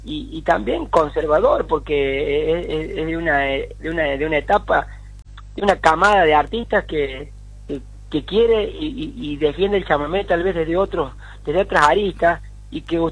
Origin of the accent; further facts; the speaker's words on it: Sebastián Elcano, Córdoba, Argentina; yo me crié en el pueblo, en Sebastián Elcano, que es un pueblo chico de algo de 3.500, 4.000 habitantes, en el norte de la provincia de Córdoba.